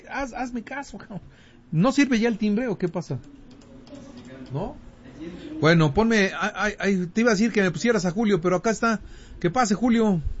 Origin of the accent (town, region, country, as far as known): Mexico